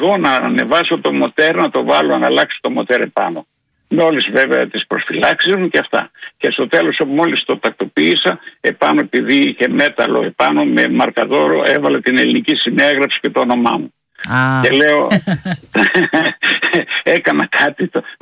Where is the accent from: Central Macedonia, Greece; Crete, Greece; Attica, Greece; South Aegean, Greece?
Central Macedonia, Greece; Neo Petri; also born or lived in Thessaloniki; Όχι, όχι, εγώ γεννήθηκα στο Νέο Πετρί της Σερών και έφυγα στα 12 μου γιατί δυστυχώς το χωριό μου ήταν ένα πολύ φτωχό χωριό.